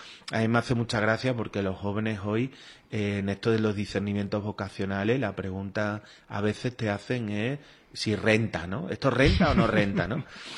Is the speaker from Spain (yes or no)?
yes; Badajoz, Extremadura, Spain; born there; moved away as an adult; Yo soy antiguo alumno del Colegio Virgen de Guadalupe, mis hermanas y mi hermano también, y hemos tenido desde siempre mucha relación con los jesuitas en Badajoz